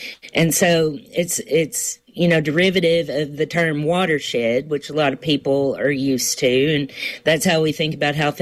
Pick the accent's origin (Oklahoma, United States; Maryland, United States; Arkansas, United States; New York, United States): Arkansas, United States; Mountain View; also born or lived in Pine Bluff; as a lifelong Arkansan, born, raised, live here. And I was born in Pine Bluff. I grew up in Mountain View.